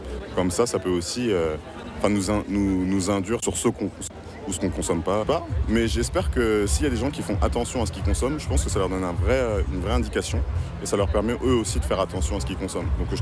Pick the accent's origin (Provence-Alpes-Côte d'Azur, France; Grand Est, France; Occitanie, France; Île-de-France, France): Grand Est, France; Châlons-en-Champagne; Je viens de Châlons-Champagne.